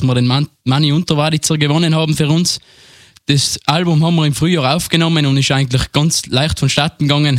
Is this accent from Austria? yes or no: yes; Tyrol, Austria; Natürlich, wir sind stolze Tiroler, wie viele andere Tiroler Bands da, und natürlich spielen wir am liebsten eine Musik vom Tiroler Land.